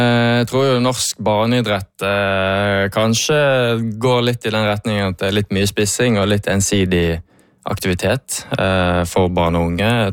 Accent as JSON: {"language": "Norwegian", "town": "Fana", "region": "Vestland", "country": "Norway", "said": "Det er veldig viktig. Det er der jeg kommer fra. Det er der jeg startet min vei på idrettsbanen."}